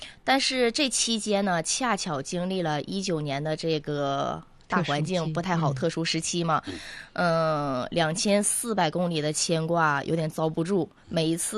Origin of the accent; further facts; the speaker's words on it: Songjianghe, Jilin, China; moved away; 我们这个厂一定得建在老家，得建在松江河